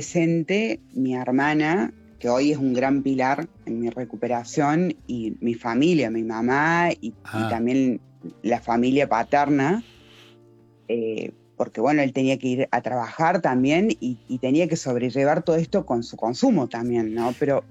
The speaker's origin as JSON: {"language": "Spanish", "region": "Córdoba", "country": "Argentina", "moved": "yes", "said": "el 18 de abril del 2023, yo llego acá en Córdoba, yo soy cordobesa."}